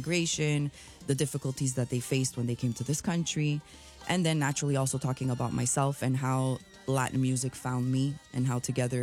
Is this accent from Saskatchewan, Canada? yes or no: no; Montreal, Quebec, Canada; it comes naturally for me to mix the languages together. Mm-hmm. And I think unconsciously, it's because growing up in Montreal, this is something mm-hmm. that happened often with my family, right?